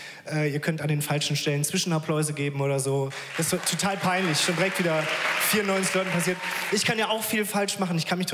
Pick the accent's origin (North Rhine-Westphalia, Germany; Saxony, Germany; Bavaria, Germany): North Rhine-Westphalia, Germany; Krefeld; Ich bin aufgewachsen in der Nähe von Paris, in Krefeld.